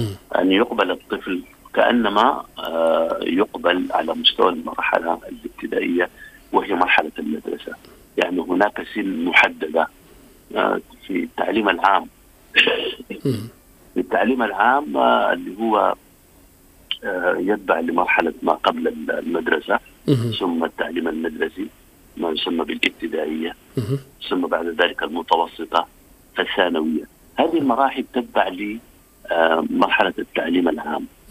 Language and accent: Arabic; Sudan; بلدي السودان.